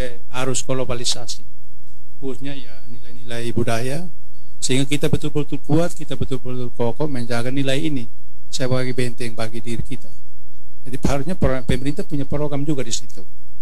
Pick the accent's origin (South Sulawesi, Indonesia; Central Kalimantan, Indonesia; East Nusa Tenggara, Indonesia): East Nusa Tenggara, Indonesia; Belu; kita orang Belu.